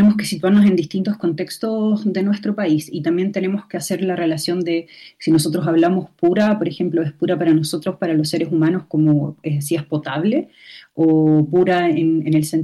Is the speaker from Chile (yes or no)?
yes; Chile